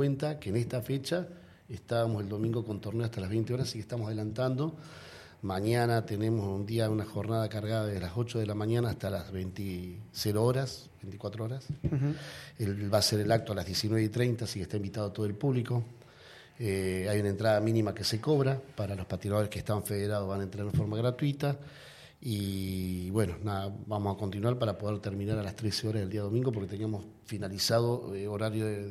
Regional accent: San Carlos de Bariloche, Río Negro, Argentina; Yo soy de San Carlos de Bariloche

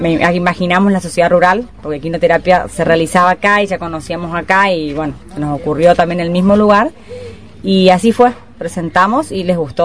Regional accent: Curuzú Cuatiá, Corrientes, Argentina; moved away; yo soy de Curuzucuatiá, y vinimos yo volví en pandemia, ella vivía acá. Yo había cambiado de trabajo y vine a vivir a Curuzú sin trabajo, sin nada.

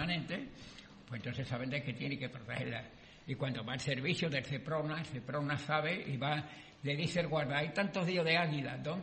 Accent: Sanlúcar de Barrameda, Andalusia, Spain; Nosotros, la gente de Sanlúcar de Barrameda, los cotos de fuera no lo admiten. No admiten. Y yo soy de Sanlúcar, pero tengo que decir.

